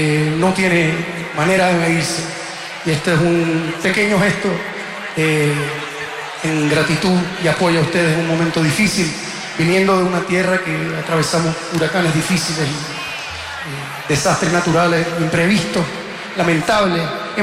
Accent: Puerto Rico; vengo de Puerto Rico.

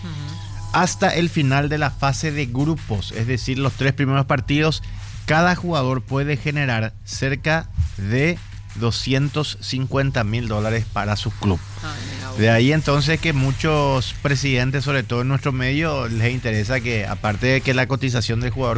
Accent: Paraguay

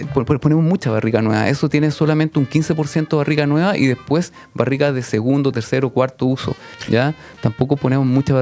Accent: Copiapó, Atacama, Chile; also born or lived in El Salvador, Chile; No, yo soy nortino. Soy de Copiapó. Más años de mi vida las viví en Copiapó, también viví en El Salvador, ¿ya?

